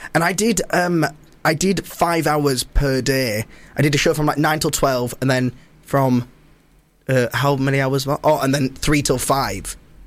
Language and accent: English; Bradford, Yorkshire and the Humber, United Kingdom; I'm from Bradford, so I would never venture into